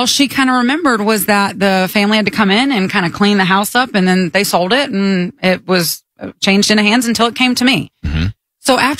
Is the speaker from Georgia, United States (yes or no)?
yes; Augusta, Georgia, United States; So I was like, oh, I'm from Augusta.